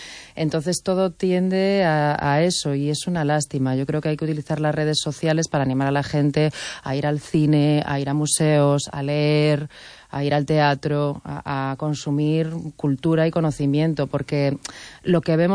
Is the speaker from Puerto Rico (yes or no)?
no; Galicia, Spain; now in Madrid, Spain; siempre digo que soy súper gallega, porque la verdad es que no sé si es por una especie de adicción a mi tierra, pero el acento nunca se termina de marchar, porque cuando se está marchando ya vuelvo. Entonces, estoy constantemente por aquí, la verdad.